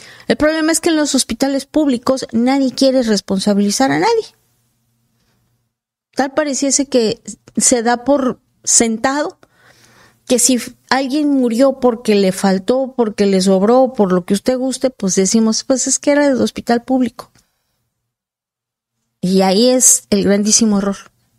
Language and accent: Spanish; Yucatán, Mexico; Están, pero bien, dirían en mi pueblo, bien quesos allá en Yucatán.